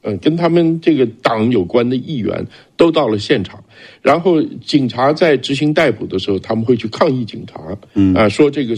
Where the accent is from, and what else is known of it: China